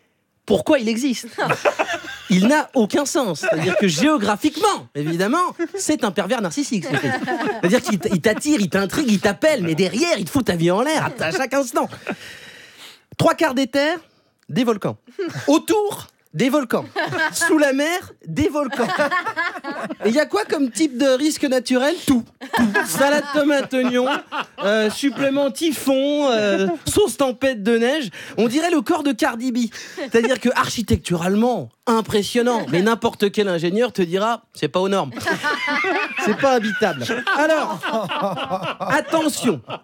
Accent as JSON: {"language": "French", "town": "Vaulx-en-Velin", "region": "Auvergne-Rhône-Alpes", "country": "France", "tie": "born there", "said": "moi je suis né à Voix-en-Velin, l'escape game il a commencé à ma naissance, j'y suis encore."}